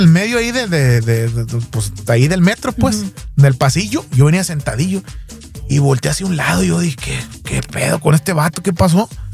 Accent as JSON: {"language": "Spanish", "town": "Guasave", "region": "Sinaloa", "country": "Mexico", "said": "yo soy de Estación Capomas, Wasabe, Sinaloa, México, el ombligo del mundo, ¿no?"}